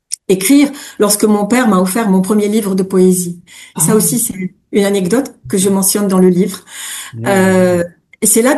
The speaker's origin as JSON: {"language": "French", "country": "Lebanon", "tie": "born or raised there", "said": "c'était carrément notre première langue, en même temps que l'arabe. Hein, on dit que les Libanais parlent le franc-banais, un mélange de français et de libanais. Ça se brassait naturellement à la maison."}